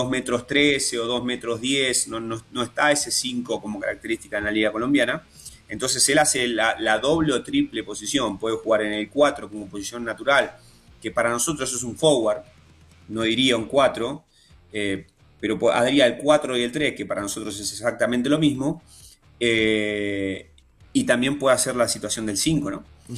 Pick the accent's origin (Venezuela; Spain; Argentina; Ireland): Argentina; Yo soy argentino. Yo soy argentino. Entonces, nosotros miramos más para el cruzando el charco que para arriba, en todo.